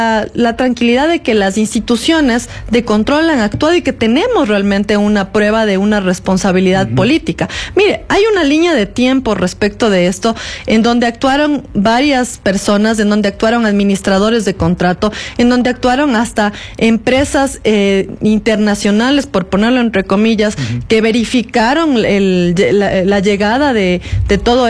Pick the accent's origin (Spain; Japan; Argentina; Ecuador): Ecuador; a nosotros como ecuatorianos nos ha perjudicado